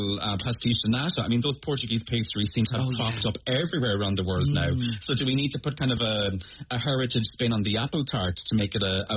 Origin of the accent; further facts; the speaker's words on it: Midleton, Munster, Ireland; And I'm from Middleton.